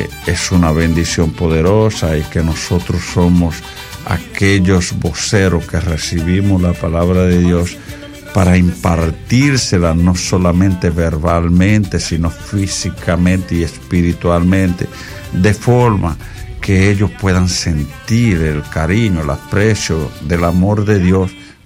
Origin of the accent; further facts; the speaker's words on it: Dominican Republic; born there; also born or lived in Guaymate; now in La Romana, Dominican Republic; Yo vengo de un batey donde yo nací, el batey de Guerrero